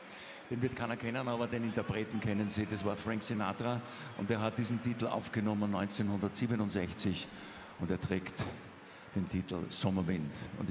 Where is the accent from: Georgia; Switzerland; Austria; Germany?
Austria; Vienna; accent: Wienerisch; first language Viennese German; meine Muttersprache, Wienerisch